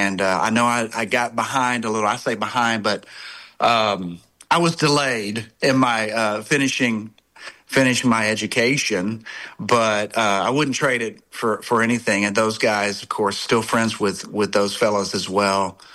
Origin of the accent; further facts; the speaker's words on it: Hot Springs, Arkansas, United States; 18, 19, 20 years old, and I grew up in Hot Springs